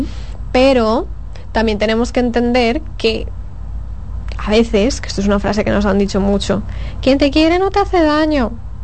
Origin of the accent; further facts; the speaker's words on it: Spain; moved away; como española que soy